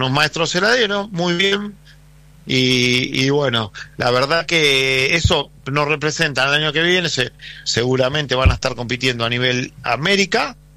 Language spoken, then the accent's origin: Spanish; Buenos Aires, Argentina; De Villaluro y Liniers.